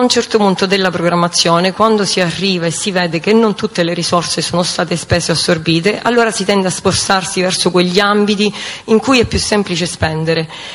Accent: Sicily, Italy; accent: Sicilian; Io sono siciliana di origine, come credo si senta dall'accento

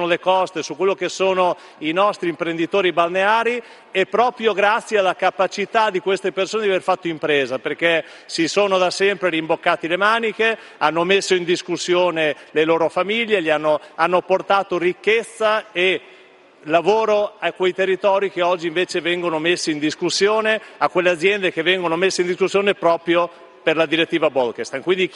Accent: Emilia-Romagna, Italy; io vengo dall'Emilia Romagna, la Riviera Romagnola rappresenta non solo un'impresa, ma rappresenta nella maggior parte dei casi una storia familiare

